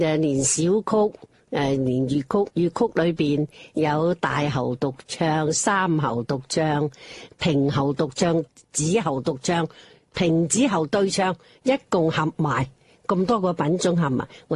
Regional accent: Foshan, Guangdong, China; also born or lived in Nanhai; 因为我系佛山人。我南海出世啊，佛山啊嘛，

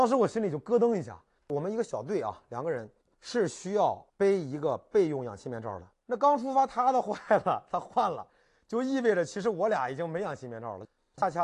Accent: Shijiazhuang, Hebei, China; 想到我们的阳光、鲜花，想到我的家乡啊，石家庄，我想到这些好吃的。

